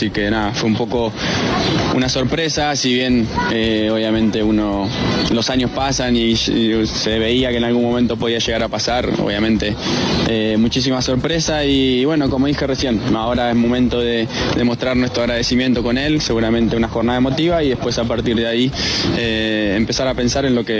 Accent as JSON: {"language": "Spanish", "country": "Argentina", "said": "Nosotros, como argentinos, además tenemos esa cotita que obviamente nos encantaría que la gane Leo."}